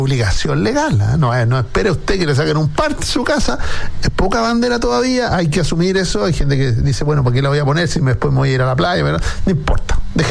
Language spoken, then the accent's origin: Spanish; Chile; somos todos chilenos. Costó, ¿no? Volver a decir que éramos todos parte del mismo Chile, todos chilenos iguales, de Arica a Magallanes